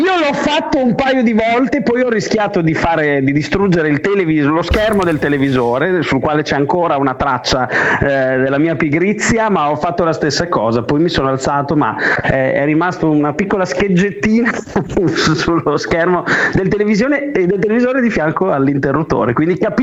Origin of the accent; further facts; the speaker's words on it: Emilia-Romagna, Italy; Io sono del Fossolo.